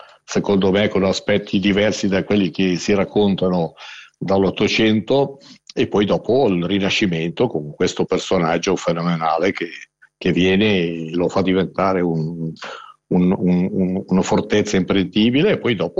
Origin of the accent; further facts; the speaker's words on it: Mesocco, Graubünden, Switzerland; nel mio paese, una capitale dell'archeologia che però purtroppo è sparita